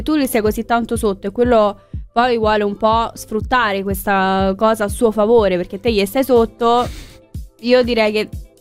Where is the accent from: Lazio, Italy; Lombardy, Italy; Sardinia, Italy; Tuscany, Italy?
Lazio, Italy; Rome; loro stanno a Roma, noi siamo di Roma, parliamo di un posto X bello a Roma